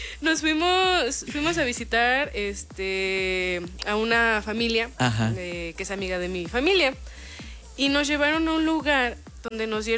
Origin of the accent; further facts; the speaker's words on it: Pátzcuaro, Michoacán, Mexico; Sí, hoy es el aniversario. Loco. No, es el 200 y algo aniversario de que Pátzcuaro es ciudad. Y yo acá.